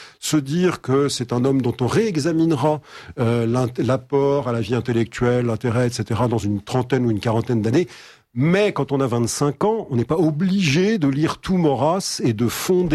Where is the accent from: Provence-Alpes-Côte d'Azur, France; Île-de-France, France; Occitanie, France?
Île-de-France, France; Paris; born there; also born or lived in Savoie; Paris en ce qui me concerne, mais ma famille est savoyarde. Et donc j'ai une maison de famille en Savoie, nous avons toujours des attaches savoyardes très profondes depuis très longtemps.